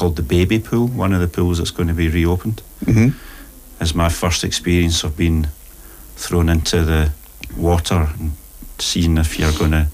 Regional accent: Scotland, United Kingdom; So I grew up on Queen's Drive.

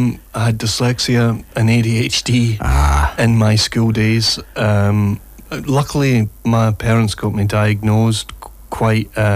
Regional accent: Falkirk, Scotland, United Kingdom; also born or lived in Sunderland, England; I was born in Sunderland, but I grew up in Falkirk, Scotland.

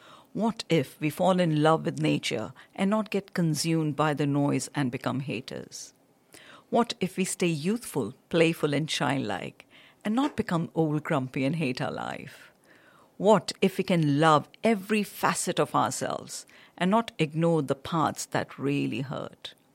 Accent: India; and then gone through so many challenges growing up in India as a girl

